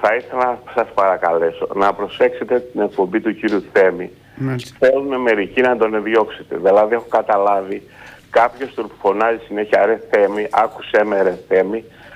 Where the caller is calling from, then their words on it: Syros, South Aegean, Greece; είμαι από τη Σύρο.